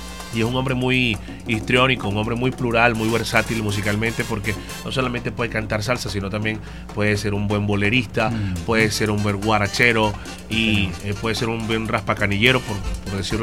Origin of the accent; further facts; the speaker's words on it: Ciudad Bolívar, Bolívar, Venezuela; en Ciudad Bolívar, debo decir con propiedad que nosotros somos oriundos de allá.